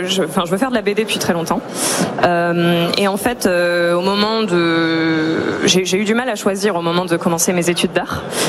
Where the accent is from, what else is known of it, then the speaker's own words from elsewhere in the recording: Provence-Alpes-Côte d'Azur, France; je suis allée dans des abbayes prendre des photos dans ma région natale de Provence.